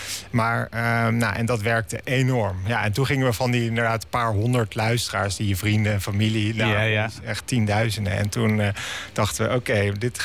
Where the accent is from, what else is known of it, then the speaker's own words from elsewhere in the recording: The Hague, South Holland, Netherlands; moved away as an adult; now in Amsterdam, Netherlands; Ik woon weliswaar samen met Arjan, waar ik de podcast mee maak, in Amsterdam. Maar toch, weet je, zoals je iets bent, ben ik een Hagenaar.